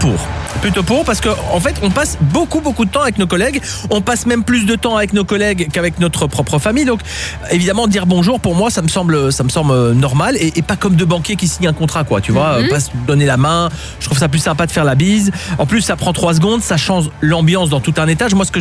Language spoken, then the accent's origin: French; Poland; French is a second language; Par exemple chez nous en Pologne, quand tu ne connais pas la personne, tu ne fais pas la bise. Tu donnes la main.